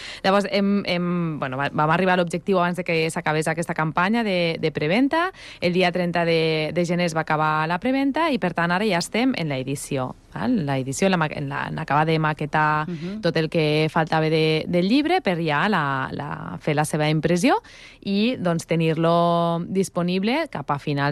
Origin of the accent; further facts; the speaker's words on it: Almenar, Catalonia, Spain; Jo vaig estar treballant a la biblioteca d'Almenar del meu poble durant uns anys.